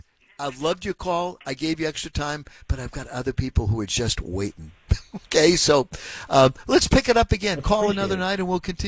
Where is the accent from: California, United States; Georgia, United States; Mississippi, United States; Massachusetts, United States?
Massachusetts, United States; Boston; born there; I believe that if I call, I was born in Boston